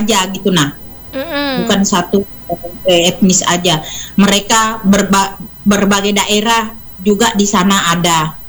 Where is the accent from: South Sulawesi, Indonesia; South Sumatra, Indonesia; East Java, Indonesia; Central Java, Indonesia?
South Sulawesi, Indonesia; Sama dengan kami juga orang Bugis juga kemana-mana gitu nah, kemana-mana juga merantau.